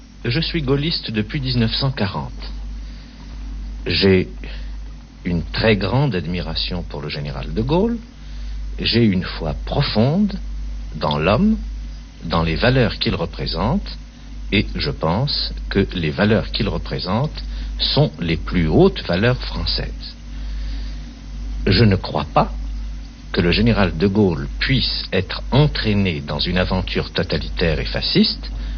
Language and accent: French; Kabylie, Algeria; born there; first language Kabyle and French; moved away; je suis en même temps et indivisément algérien parce que je suis né en Kabylie de père et mère kabyle, que le kabyle est concurremment avec le français ma langue maternelle